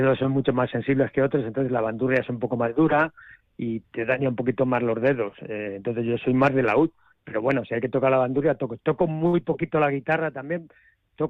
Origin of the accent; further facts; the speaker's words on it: a village in Toledo province, Castilla-La Mancha, Spain; also born or lived in Alcalá de Henares; now in Madrid, Spain; yo soy de un pueblo de Toledo